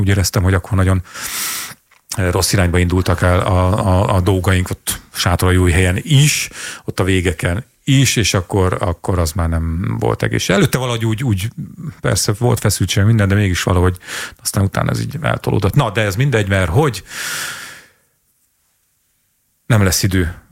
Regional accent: Borsod-Abaúj-Zemplén, Hungary; born there; Borsodi vagyok szerinted.

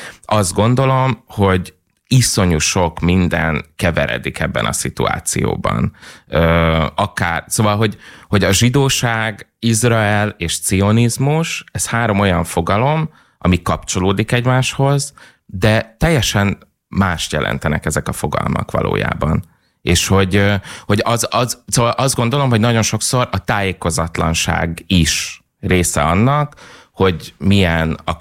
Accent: Hungary; magyarként

